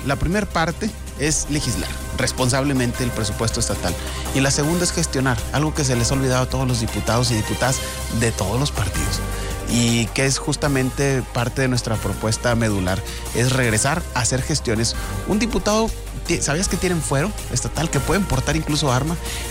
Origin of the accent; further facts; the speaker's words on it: Saltillo, Coahuila, Mexico; born there; yo nací en Lomas de Lourdes, justamente en este distrito, en el 16